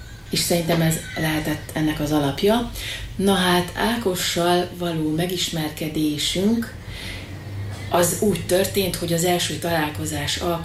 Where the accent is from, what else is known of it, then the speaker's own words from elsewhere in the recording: Eger, Heves, Hungary; born there; also born or lived in Recsk / Debrecen; Idegerben a 2. gyakorló iskolában énekzenetagozatra iratott be anyukám